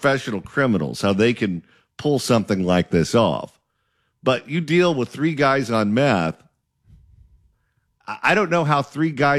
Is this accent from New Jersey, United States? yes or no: no; Garden Grove, California, United States; Now, I am from Garden Grove, and that city has a very large Vietnamese population.